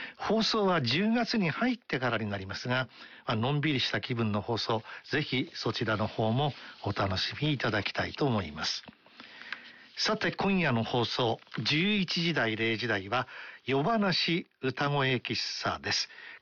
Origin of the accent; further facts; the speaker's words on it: Oita, Japan; moved away; 大分県は私のふるさとでありまして、まあ大分市の方だったんですけれども、